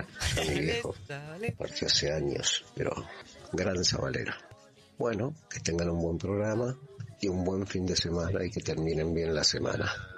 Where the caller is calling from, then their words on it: Lanús, Buenos Aires Province, Argentina; de Lanús.